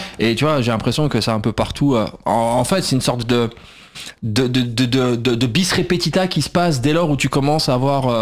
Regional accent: France; Est-ce que c'était un truc que nous, en tant que Français, par rapport à l'histoire qu'on a avec les colonies

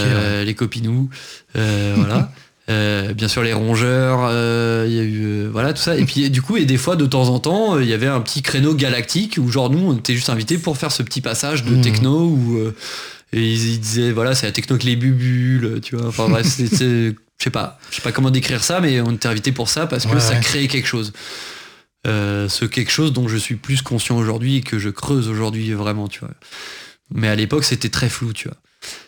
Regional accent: Hauts-de-France, France; now in Paris, France; moi je viens de l'Oise à la base, je suis Picard.

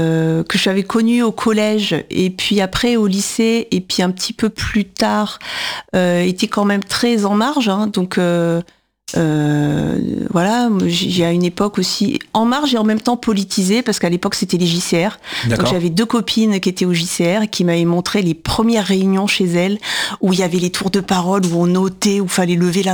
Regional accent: Clermont-Ferrand, Auvergne-Rhône-Alpes, France; moved away; Moi, je suis de Clermont-Ferrand.

